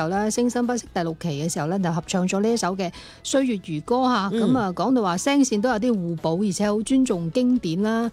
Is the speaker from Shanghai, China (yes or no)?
no; Guangdong, China; 我哋广东人嘅话咧，一听就知道啊，系差少少咁样啊